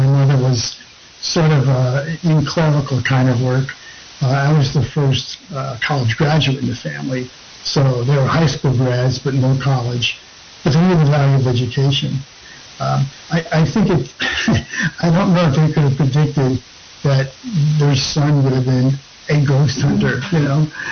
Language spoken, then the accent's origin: English; Connecticut, United States; also born or lived in Monroe, Connecticut; I grew up in Connecticut. And at one point, I lived in Monroe